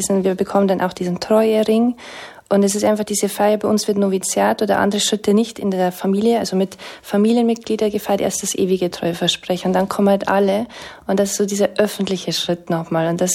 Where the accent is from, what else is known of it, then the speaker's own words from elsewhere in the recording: Bavaria, Germany; Ich bin in Bayern so traditionell katholisch aufgewachsen